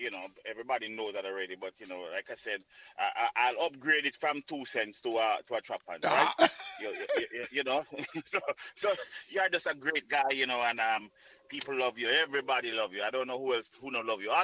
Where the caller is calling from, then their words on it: Frankfield, Clarendon, Jamaica; We come from Frankfield.